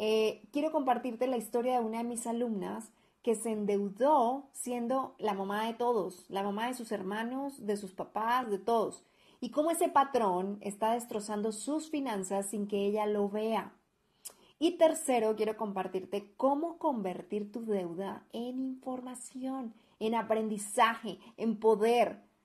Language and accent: Spanish; Colombia; now in Guadalajara, Mexico; colombiana, viviendo en Guadalajara, México.